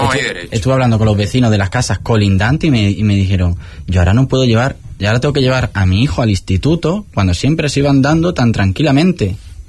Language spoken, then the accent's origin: Spanish; Spain; nuestra dignidad como españoles que somos.